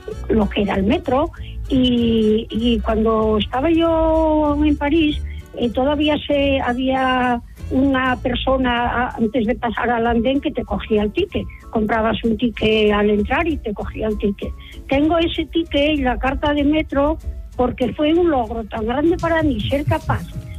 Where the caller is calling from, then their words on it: Asturias, Spain; Soy asturiana de un pueblo, bueno, tirando a pueblo de montaña.